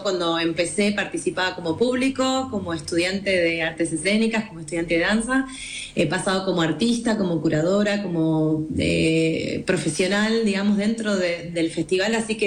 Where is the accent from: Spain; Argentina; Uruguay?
Argentina; also born or lived in Brazil; yo soy argentina y brasilera al mismo tiempo